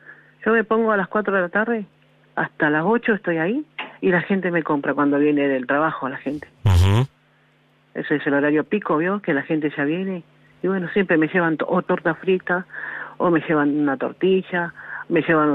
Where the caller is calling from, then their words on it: Villa Rosa, Buenos Aires Province, Argentina; Yo acá de Villa Rosa soy.